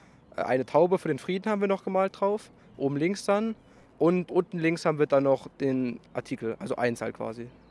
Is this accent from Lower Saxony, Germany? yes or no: no; Vacha, Thuringia, Germany; Hier aus Fachra.